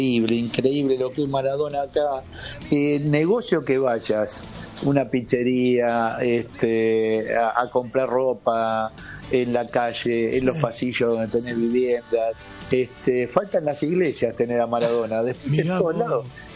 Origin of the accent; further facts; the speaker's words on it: Argentina; now in Naples, Italy; cuando estás acá y te das cuenta que te escuchan que sos argentino